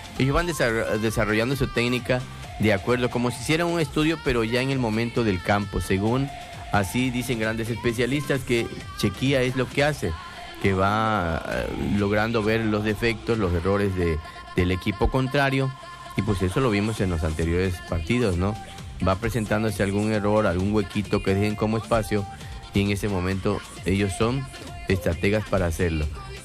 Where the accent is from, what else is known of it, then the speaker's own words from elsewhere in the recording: Mexico; nosotros como mexicanos desde nuestro hogar